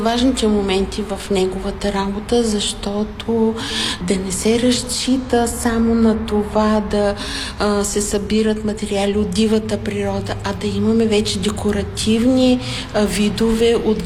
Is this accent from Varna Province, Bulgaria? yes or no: yes; Varna, Varna Province, Bulgaria; Аз съм от Аспарухово